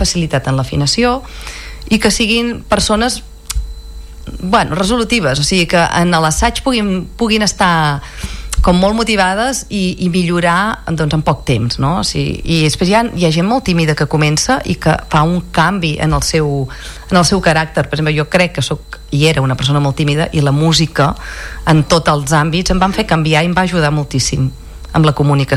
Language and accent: Catalan; La Bisbal d'Empordà, Catalonia, Spain; soc de la Bisbal, vaig començar amb una escola de música que hi havia a la Bisbal